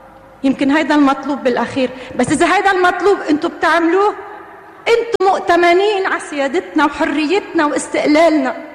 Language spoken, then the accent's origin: Arabic; Lebanon; وإذا أنا متهمة إني أنا لبنانية نيالي